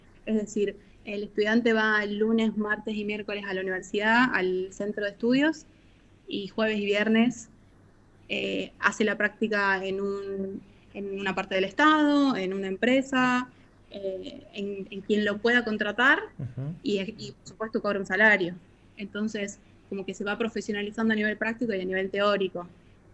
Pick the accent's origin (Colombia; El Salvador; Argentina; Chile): Argentina; Catamarca; moved away as an adult; now in Berlin, Germany; cuando ven que soy catamarqueña